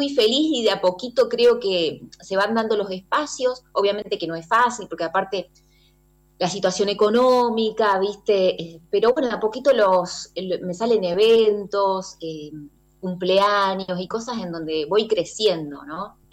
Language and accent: Spanish; Reconquista, Santa Fe, Argentina; moved away as an adult; now in Córdoba, Argentina; vengo de Reconquista, que es una ciudad del norte de la provincia de Santa Fe. Me vine a Córdoba, bueno, básicamente a buscar mis sueños de hacer humor